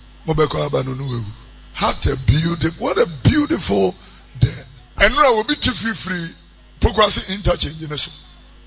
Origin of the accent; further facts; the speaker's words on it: Kenya; I'm saying I'm from Kenya.